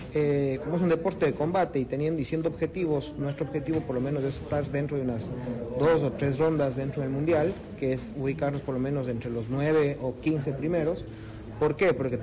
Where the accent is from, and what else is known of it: Ecuador